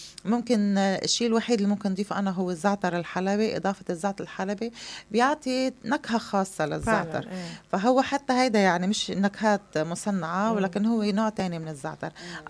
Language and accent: Arabic; Kfar Kila, Nabatieh Governorate, Lebanon; هني من ضيعتي من كفر كلا